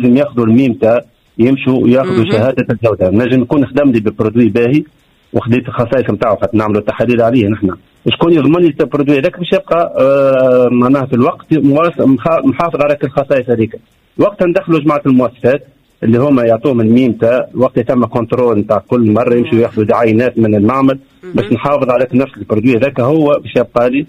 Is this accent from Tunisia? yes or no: yes; Tunisia; في مناخنا في تونس